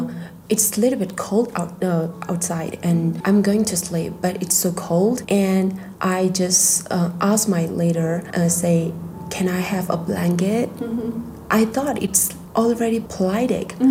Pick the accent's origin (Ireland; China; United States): China; Tibet; foreigners, they know about Xizang, but some of them don't understand about Xizang. I always share them about my hometown, our traditional clothes, traditional foods, and famous building like Patala Palace, Chokkam Temple, and unique view.